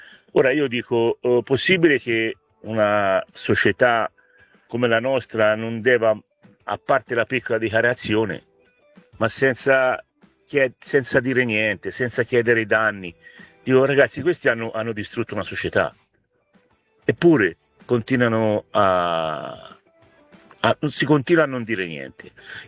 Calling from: Grosseto, Tuscany, Italy; da Grosseto.

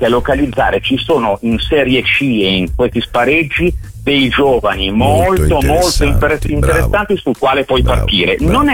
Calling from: Varese, Lombardy, Italy

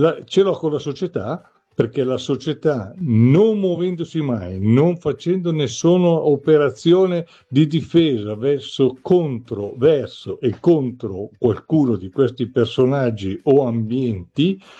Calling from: Varese, Lombardy, Italy

